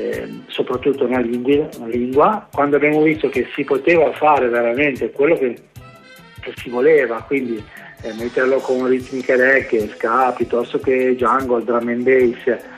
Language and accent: Italian; Genoa, Liguria, Italy; nel nostro dialetto, nella nostra lingua, c'è un po' un mix di tutto questo. Nel genovese ci sono, esempio, 500 termini di origine araba